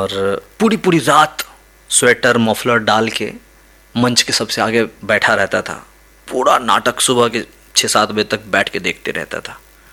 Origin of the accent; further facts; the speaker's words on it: Bihar, India; moved away; चूंकि मैं बिहार से हूँ तो मेरे यहाँ छठ, दिवाली, दशहरा ये सब बहुत धूमधाम से होता है।